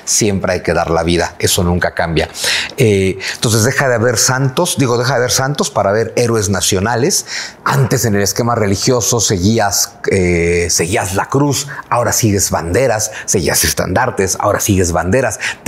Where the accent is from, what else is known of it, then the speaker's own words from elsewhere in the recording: Mexico; lo digo también de nosotros los mexicanos